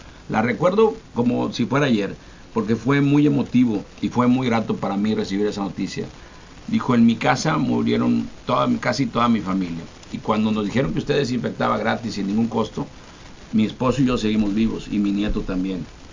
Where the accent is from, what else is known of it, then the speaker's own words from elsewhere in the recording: Ciudad Victoria, Tamaulipas, Mexico; yo nací aquí en Ciudad Victoria hace ya 54 años